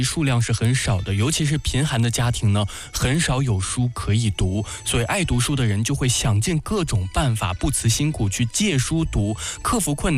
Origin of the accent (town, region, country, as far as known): China